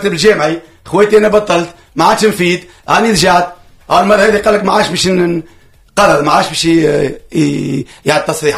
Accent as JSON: {"language": "Arabic", "country": "Tunisia", "said": "أنا كتونسي"}